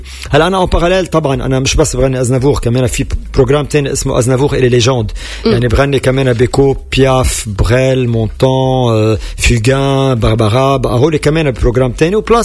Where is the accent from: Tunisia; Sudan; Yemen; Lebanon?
Lebanon; يعني أنا لبناني, واللي عم نعيشه من وقت ما خلقت أنا بلبنان بالحروب اللبنانية وكل القصص